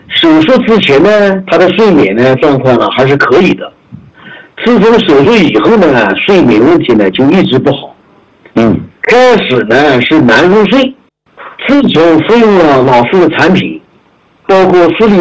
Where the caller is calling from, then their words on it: Ma'anshan, Anhui, China; 我是来自安徽马鞍山的，